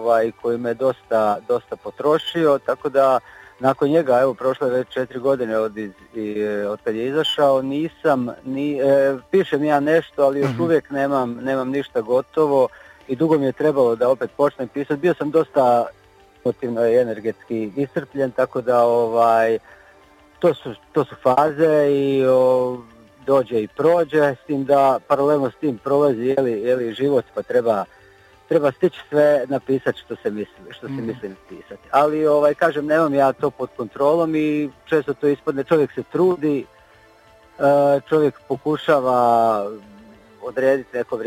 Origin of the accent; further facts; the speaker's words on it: Banja Luka, Republika Srpska, Bosnia & Herzegovina; moved away; moj rodni grad Banja Luku